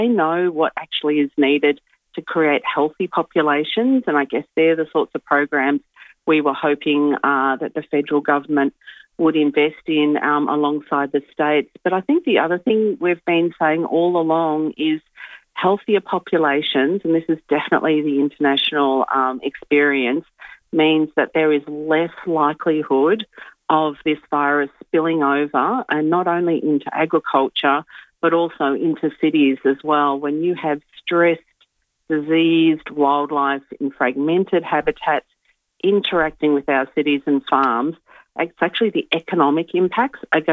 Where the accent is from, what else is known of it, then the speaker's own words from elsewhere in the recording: Australia; it's just such a privileged part of being an Australian.